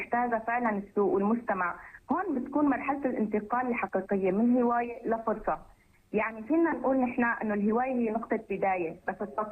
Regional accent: Syria; عندنا في سوريا

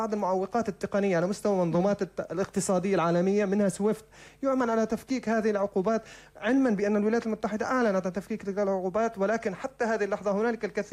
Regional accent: Syria; نحن كسوريين لدينا مشكلة اليوم مع الجانب الإيراني في في الانتهاكات التي حصلت داخل سوريا

